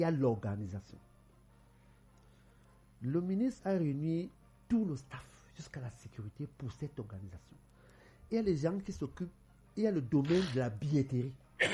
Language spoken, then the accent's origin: French; Cameroon; nous sommes Camerounais.